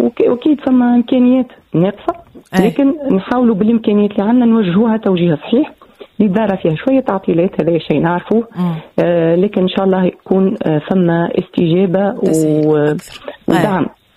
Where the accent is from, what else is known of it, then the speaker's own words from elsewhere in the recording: Tunisia; انا بنت تونس وقريت في تونس نعرف شنو التحديات الموجودة